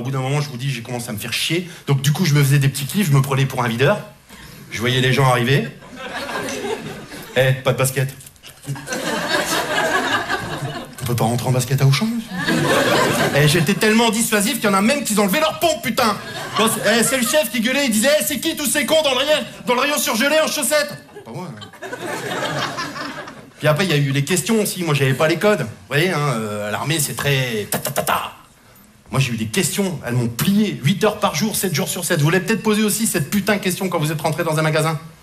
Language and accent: French; France; now in Belgium; je suis content parce que je suis français. Mais je me soigne, ça fait 20 ans que j'habite en Belgique.